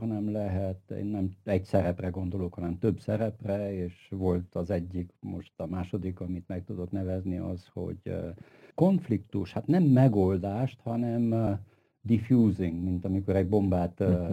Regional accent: Transylvania, Romania; mi, mint erdélyiek, szerintem egy furcsa helyt vagyunk, mert itten összefolyt magyar, román, szláv, német, lengyel humor, zsidó humor

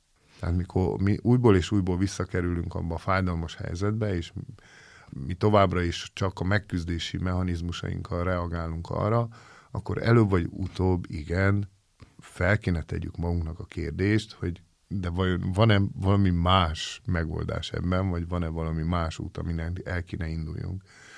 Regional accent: Transylvania, Romania; itt erdélyi magyarként

